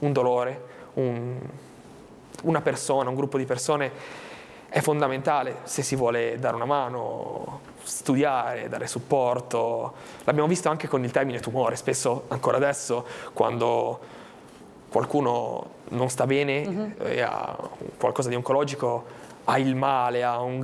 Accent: Albenga, Liguria, Italy

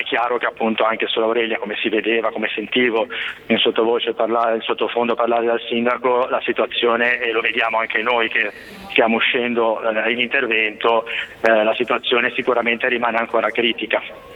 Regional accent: Cogoleto, Liguria, Italy; sono di Cogoleto come il sindaco

